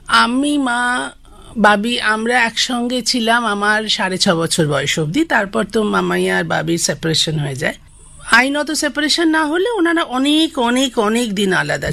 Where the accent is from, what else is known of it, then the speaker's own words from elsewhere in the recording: Kolkata, West Bengal, India; moved away as an adult; now in South Kolkata, India; যদুমিত্র লেনে থাকতাম আমরা ছোট্টবেলা থেকে। তার আগে জন্মেছি মামার বাড়িতে, সেটাও শ্যামবাজার, ট্রামডিপুর পাশে মামার বাড়ি ছিল। আর আমি জন্মেছি শ্যামবাজার মোড়ে, একটা নার্সিংহোম ছিল, ওই ঘড়িঘর বলতো বাড়িটাকে